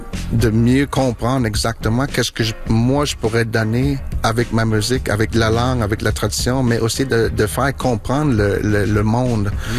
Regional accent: Quebec, Canada; now in Montreal, Canada; J'ai grandi dans le Grand Nord. Ça fait 13 ans à peu près que je démarre à Montréal, au sud du Québec.

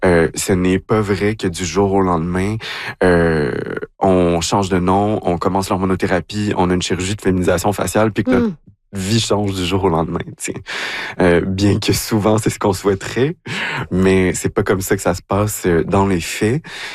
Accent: Quebec, Canada; moved away; En fait, quand j'ai quitté l'Abitibi, j'ai étudié en technique juridique.

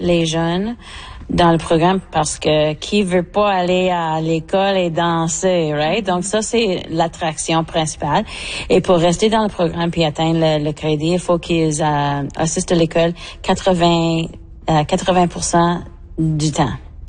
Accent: Manitoba, Canada; parce que moi, je suis métisse de la Rivière-Rouge.

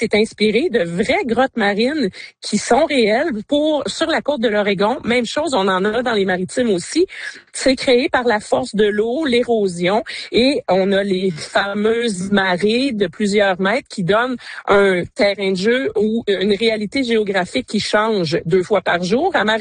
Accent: Quebec, Canada; Mais moi, je me rappelle à quel point chez moi, en Gaspésie, je faisais la même chose. J'allais à l'aventure, je cherchais des trésors de pirates.

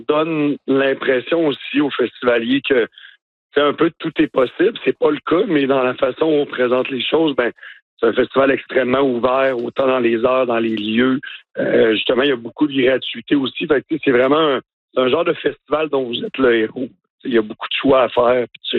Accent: Baie-Saint-Paul, Quebec, Canada; on est born and raised, là, tu sais, on est de Baie-Saint-Paul, fait qu'on connaît les gens

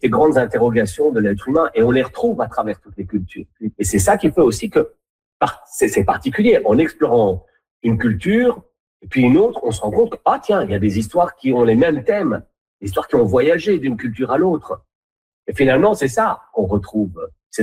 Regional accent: Belgium; moi j'ai grandi en Belgique.

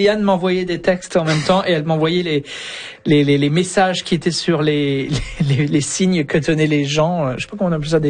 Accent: northern France, France; moved away; dans le nord de la France, là, moi d'où je viens

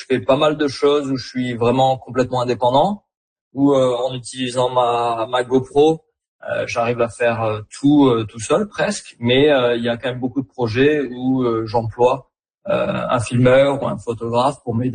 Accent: France; now in Whistler, Canada; j'ai quitté la France pour venir au Canada pour réaliser mon rêve qui était de rouler le Whistler Bike Park et découvrir un peu la Colombie-Britannique.

